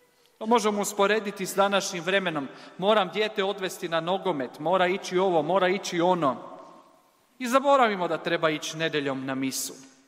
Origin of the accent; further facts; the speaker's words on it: Croatia; Kao mi smo vjernici, mi smo katolici, Hrvati, trsimo se, obješavamo grbove